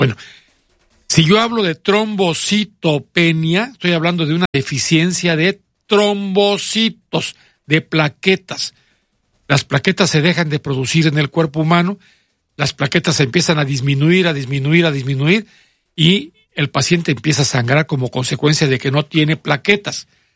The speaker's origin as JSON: {"language": "Spanish", "town": "Poza Rica", "region": "Veracruz", "country": "Mexico", "tie": "born there", "said": "Yo soy de Poza Rica, de la calle Emiliano Zapata, en la colonia Tajín. Ahí nací, exactamente en el 218 de esa casa."}